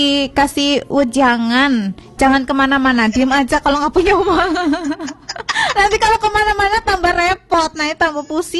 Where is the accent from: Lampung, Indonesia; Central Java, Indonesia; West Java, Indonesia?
Central Java, Indonesia; Cilacap; Kita kan orang Cilacap